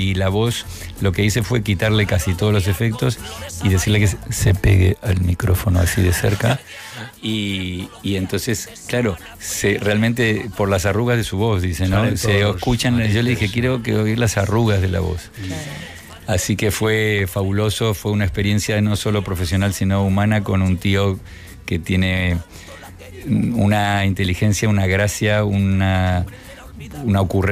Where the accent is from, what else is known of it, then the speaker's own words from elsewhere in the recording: Murcia, Region of Murcia, Spain; y yo decía, pero si soy de Murcia. ¿Dónde está?